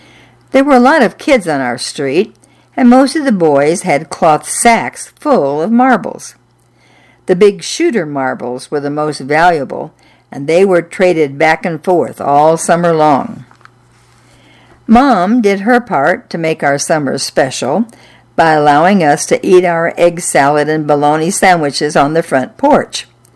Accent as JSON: {"language": "English", "town": "Iron River", "region": "Michigan", "country": "United States", "tie": "born or raised there", "said": "Growing up in Iron River in Michigan's Upper Peninsula, good weather for swimming was never predictable, and I loved to swim."}